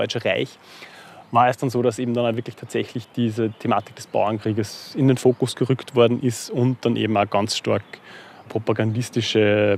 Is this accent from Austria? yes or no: yes; Upper Austria, Austria; Ich bin in Oberösterreich geboren und aufgewachsen. Wir haben daheim auch eine kleine Landwirtschaft.